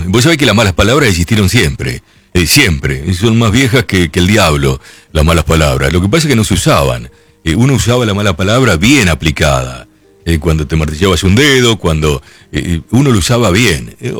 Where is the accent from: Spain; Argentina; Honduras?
Argentina; Lincoln, Buenos Aires Province; born there; moved away; Recuerdo que de haber ido a alguna fiesta patria en mi Lincoln y volver